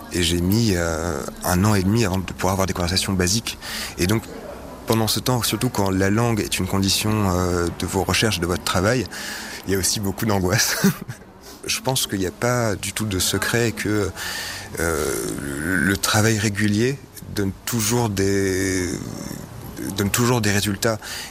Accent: Bordeaux, Nouvelle-Aquitaine, France; la première fois que j'ai eu un cours de tchèque, c'était dans ma ville natale à Bordeaux.

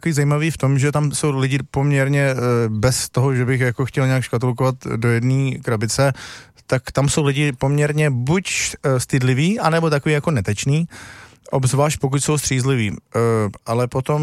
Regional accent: Bohemia, Czechia; now in Greenland; A oni, a odkud teda seš? No, tak jsem z Čech.

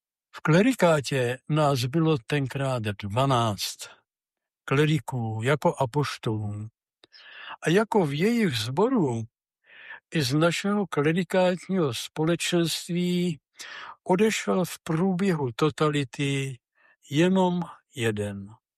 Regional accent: Plasy, Plzeň Region, Czechia; mi kázal na primici v mém rodišti, v mém rodném kraji v Plasích

